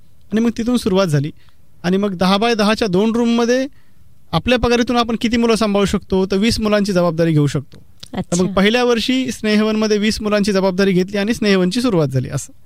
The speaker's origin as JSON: {"language": "Marathi", "region": "Maharashtra", "country": "India", "tie": "born or raised there"}